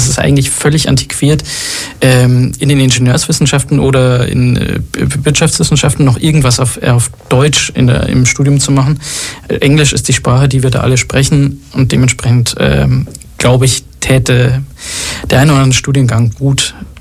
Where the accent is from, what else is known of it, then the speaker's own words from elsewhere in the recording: Tunisia; Habe ich halt gesagt, meine Mutter kommt aus Tunesien. Ich Ich bin Tunesier.